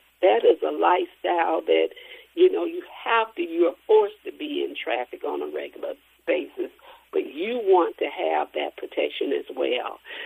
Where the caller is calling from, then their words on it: Atlanta, Georgia, United States; Now, I'm calling you from Atlanta